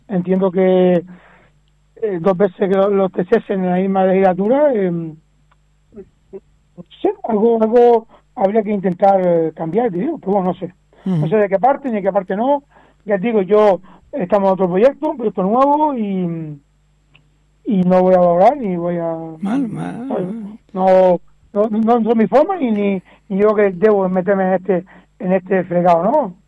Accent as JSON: {"language": "Spanish", "town": "San Mateo", "country": "Spain"}